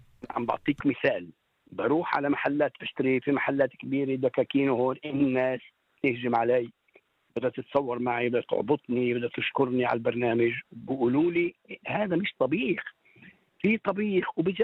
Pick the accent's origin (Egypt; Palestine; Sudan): Palestine; إني أنا أحكي عن جذوري وانتمائي الفلسطيني.